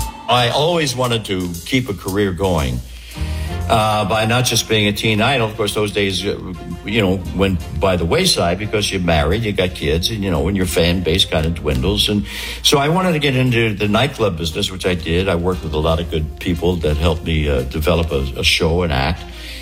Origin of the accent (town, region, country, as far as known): Philadelphia, Pennsylvania, United States; born or raised there